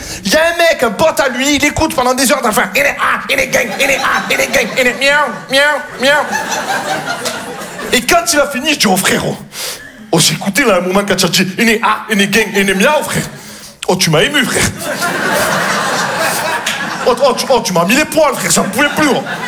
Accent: Marseille, Provence-Alpes-Côte d'Azur, France

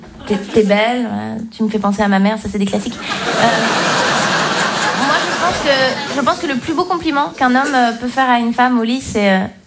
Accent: Romandy, Switzerland; Donc moi, je viens de Suisse romande. Chez moi, on parle français. Mais en même temps, on n'a pas la même psychologie que les Français.

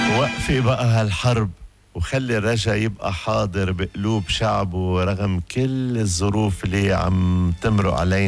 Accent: Lebanon; بلدنا لبنان

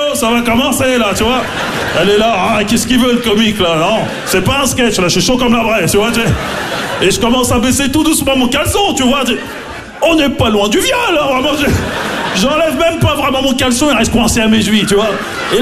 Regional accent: Maisons-Alfort, Île-de-France, France; parce que j'ai grandi à Maison-Alfort, en plus, tu vois, dans le 9-4, tu vois.

